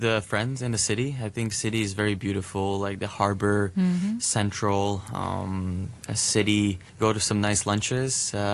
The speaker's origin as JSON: {"language": "English", "country": "Latvia", "second_language": "English", "said": "I can potentially maybe bring something back also to my home country, like the ideas, some startups, some different mindsets."}